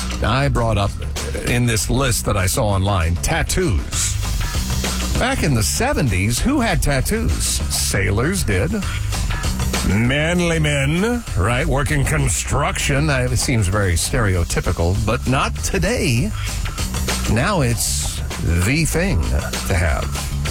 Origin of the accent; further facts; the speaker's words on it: Kokomo, Indiana, United States; When I was a kid growing up in Kokomo, Indiana, just north of Indianapolis